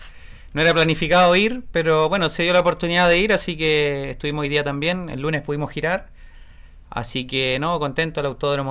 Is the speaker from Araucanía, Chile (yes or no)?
yes; Pucón, Araucanía, Chile; now in Temuco, Chile; Actualmente vivo en Temuco, originalmente soy de Pucón, que es, ajá, un poquito hacia la cordillera.